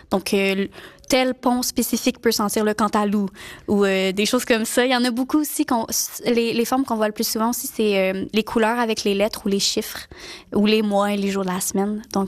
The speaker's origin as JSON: {"language": "French", "town": "Montreal", "region": "Quebec", "country": "Canada", "said": "je viens de Montréal."}